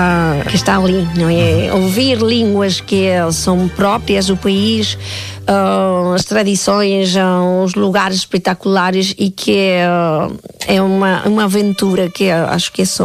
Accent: Mexico; Portuguese is a second language; now in Porto, Portugal; Claro que sou mexicana

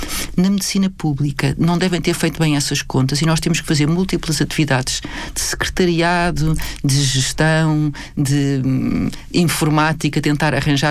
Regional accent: Lisbon, Portugal; Então, eu fui nascida e criada em Lisboa, mesmo no centro, na zona do Rato, do Largo do Rato

